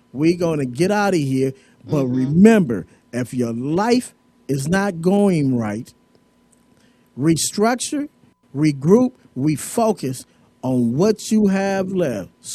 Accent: Pomona, California, United States; That's my hometown, so I run with it because, you know, Pomona is L.A. County.

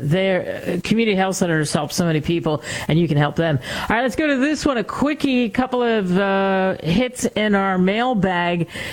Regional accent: Salt Lake City, Utah, United States; Because I grew up here in Salt Lake City, but I just have always been a Lakers fan.

